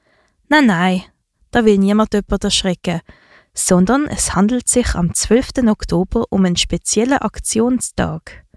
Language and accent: German; Switzerland; Sind wir Schweizer denn genug frustriert, um unseren Frust rauszuschreien?